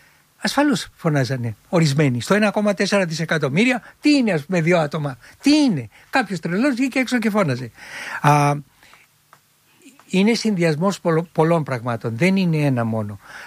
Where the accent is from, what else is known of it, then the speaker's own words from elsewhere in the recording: Filothei, Attica, Greece; γεννήθηκα στη Φιλοθέη. Γέννημα θρέμα.